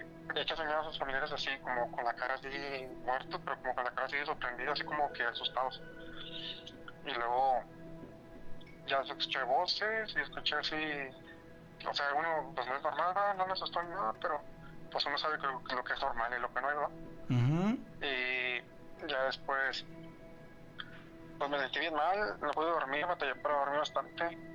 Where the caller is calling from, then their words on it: Tamaulipas, Mexico; soy … de Tamaulipas.